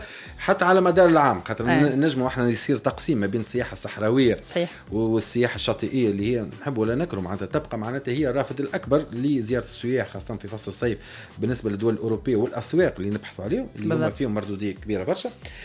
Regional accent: Tunisia; الوحدات الفندقيه اللي عندنا في تونس

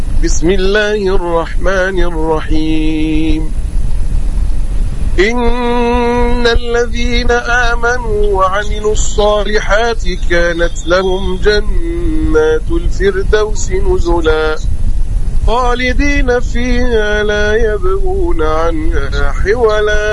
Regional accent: Egypt; عندنا في مصر

